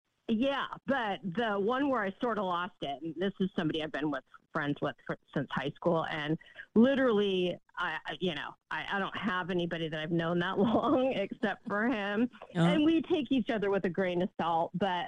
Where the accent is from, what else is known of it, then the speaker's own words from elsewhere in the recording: California, United States; I'm from the Bay Area, your old stomping ground.